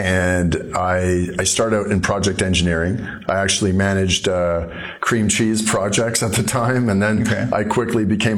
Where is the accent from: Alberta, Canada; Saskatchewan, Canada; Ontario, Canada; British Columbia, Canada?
Alberta, Canada; Edmonton; also born or lived in Cape Breton; I was born in Cape Breton. So I was in Cape Breton until I was eight. And my father worked for, at the time, Gulf Oil. And Gulf Oil got bought by Petro-Canada. And we moved to Edmonton until I was 15.